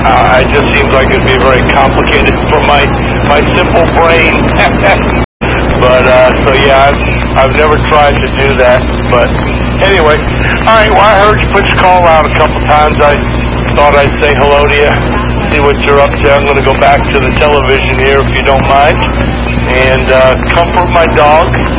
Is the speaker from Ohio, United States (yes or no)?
no; New York, United States; moved away; I grew up in New York